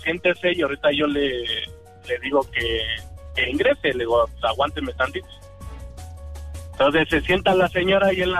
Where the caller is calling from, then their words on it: Chimalhuacán, State of Mexico, Mexico; Soy de Chimalhuacán